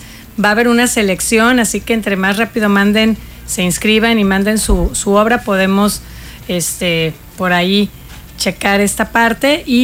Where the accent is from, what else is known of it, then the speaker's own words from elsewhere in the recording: Guadalajara, Jalisco, Mexico; moved away as an adult; now in Cancún, Mexico; yo llego a Cancún, yo soy de Guadalajara